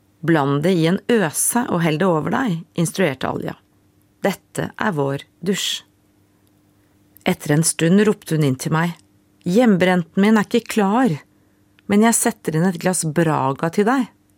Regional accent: Norway; accent: Norwegian; Swedish is a second language; Och min norska accent ville avslöra min utländighet.

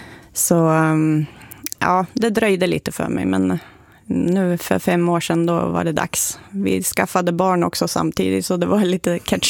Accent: Västernorrland County, Sweden; born there; Men när man blir lite äldre, man inser hur bra det var där ändå i Ljusstorp.

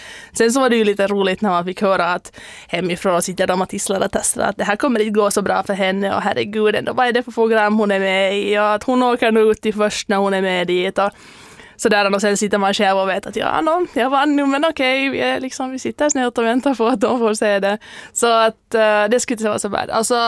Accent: Tenala, Uusimaa, Finland; moved away as an adult; also born or lived in Ekenäs / Turku; now in Stockholm, Sweden; Jag kommer från Finland från början. Jag är född i Ekenäs och uppvuxen i Tenla i princip hela mitt liv.

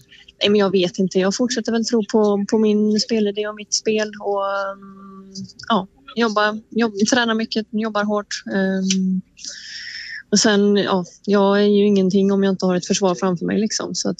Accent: Sweden; moved away as an adult; vara hemma i Sverige

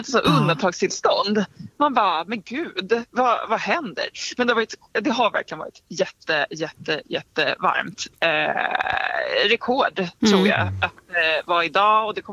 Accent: Sweden; Alltså som svensk, vi hade ju liksom kunnat prata om det här året ut, tror jag.

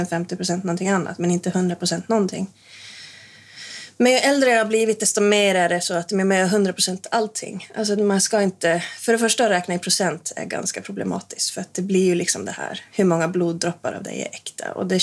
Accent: Torne Valley, Norrbotten County, Sweden; jag är ju tornedaling. Och så är det bara, att jag har ju liksom privilegiet att ha växt upp med språket och i platsen, men jag har ju rötterna och jag känner ju en saknad om jag inte är där.

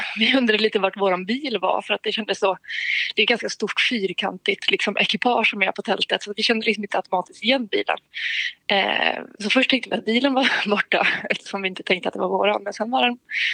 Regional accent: Östersund, Jämtland County, Sweden; now in Skövde, Sweden; jag är ju uppvuxen i Östersund men bor i Skövde

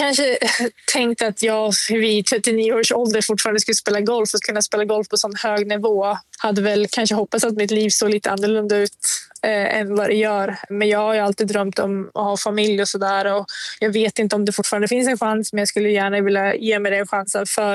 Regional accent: Sweden; Och jag bara träffar min familj liksom hemma i Sverige en vecka senaste året

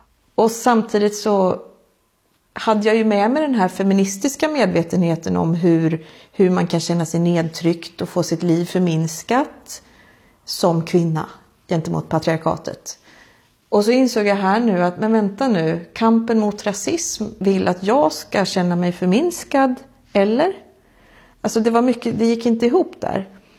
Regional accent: Sweden; det är väl kanske där som min svenska naivitet ligger, att som svensk så har man gärna velat tänka att nej, men jag ser inte hudfärg

